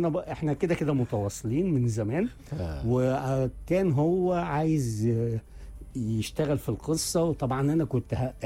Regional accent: Egypt; قلت له مستر ايجيبت. انا اللي مستر ايجيبت.

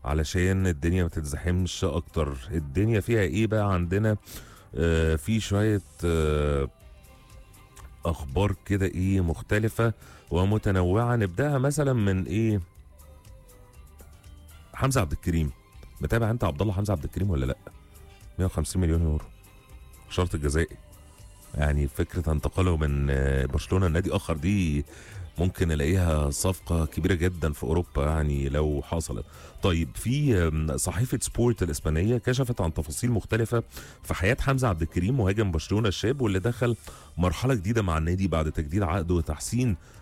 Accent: Damietta, Damietta Governorate, Egypt; انا من دمياط ما شفتش حاجه، وكمان الكشاك قليله جدا في دمياط

